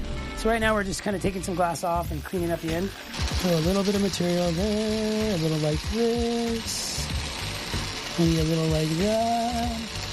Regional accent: Salem, Oregon, United States; born there; also born or lived in Compton, California; now in Venice Beach, United States; I grew up in Compton only in the summertime, and when I was like the month before one, we moved to Oregon, Salem, Oregon.

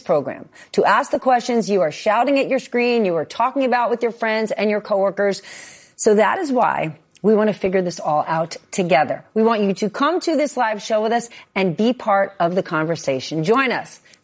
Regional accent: New Jersey, United States; It'll be in my home state, Englewood Cliffs, New Jersey

